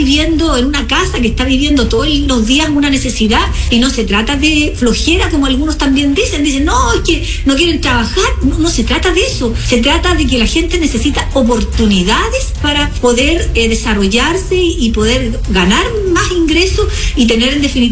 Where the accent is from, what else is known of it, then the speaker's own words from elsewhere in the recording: Chile; que obviamente somos chilenos y nos necesitamos